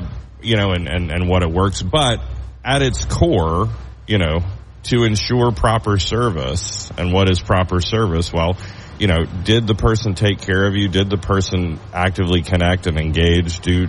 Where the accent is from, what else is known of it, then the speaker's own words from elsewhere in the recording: Oklahoma, United States; You know, I'm a redneck from Oklahoma. Like, I don't know wine.